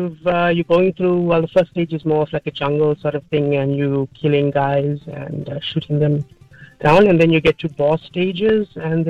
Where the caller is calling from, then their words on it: Durban, KwaZulu-Natal, South Africa; I'm from the Queensborough area.